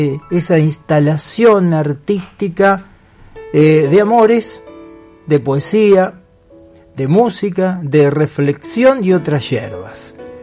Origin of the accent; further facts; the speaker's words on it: Santa Fe, Argentina; no somos puntuales los santafesinos.